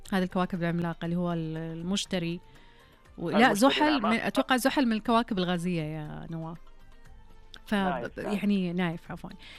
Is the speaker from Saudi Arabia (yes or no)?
yes; Saudi Arabia; ترى من أكثر الأمور اللي تخصص لها ميزانية عندنا في السعودية التعليم والصحة